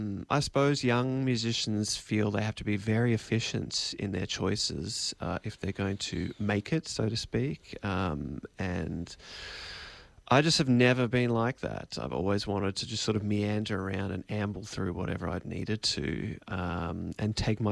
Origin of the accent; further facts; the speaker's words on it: Geelong, Victoria, Australia; back in my hometown.